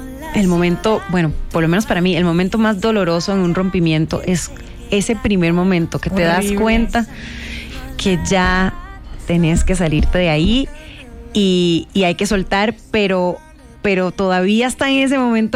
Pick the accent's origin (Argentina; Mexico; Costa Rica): Costa Rica; en mi país, en Costa Rica